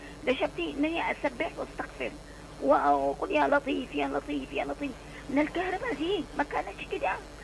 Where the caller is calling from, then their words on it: Aden, Yemen; في عندنا في عدن